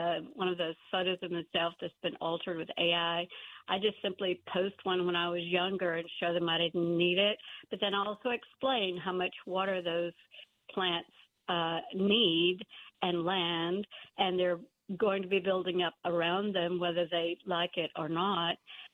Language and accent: English; Texas, United States; born there; and no, I was born in East Texas, where my grandmother raised 7 children, who was from Alabama.